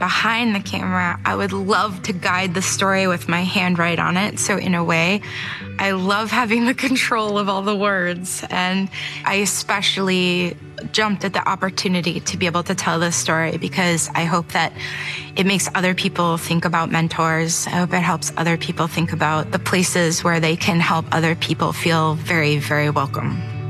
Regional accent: Maine, United States; First time I ever thought to go swimming in January, because I'm from Maine.

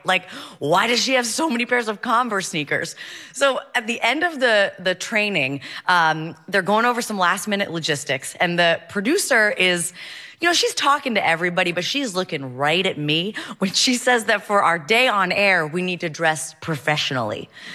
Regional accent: Wilmington, Delaware, United States; now in Brooklyn, New York, United States; I grew up in Wilmington, Delaware, but now I live in Brooklyn, New York

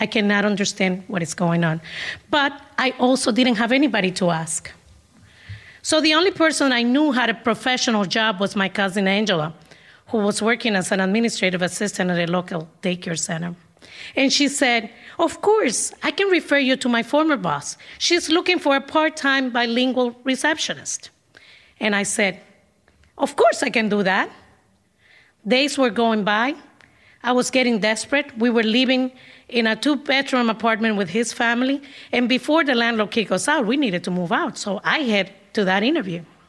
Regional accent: Dominican Republic; moved away as an adult; now in Boston, United States

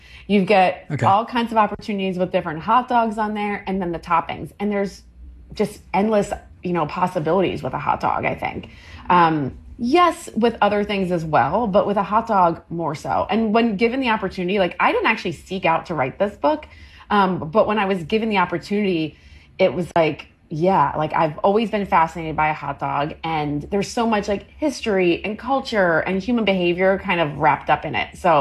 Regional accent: Maryland, United States; born or raised there

